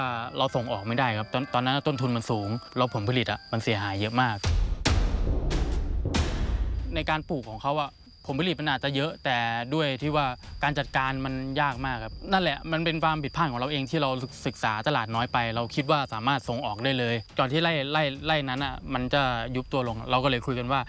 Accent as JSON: {"language": "Thai", "region": "Rayong", "country": "Thailand", "tie": "born or raised there", "moved": "as an adult", "lives_now": "Wang Nam Khiao, Thailand", "said": "จริงๆผมเป็นคนระยองครับอำเภอแกง"}